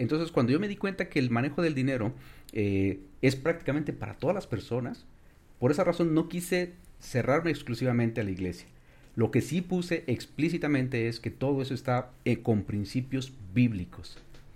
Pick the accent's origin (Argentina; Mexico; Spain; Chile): Mexico; soy mexicano, casado ya hace 24 años, con dos hijos